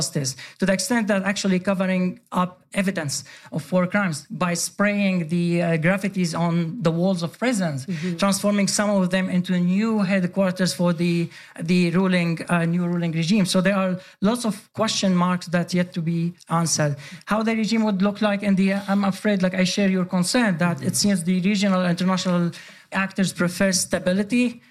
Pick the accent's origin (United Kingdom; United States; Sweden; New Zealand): Sweden; born or raised there; English is a second language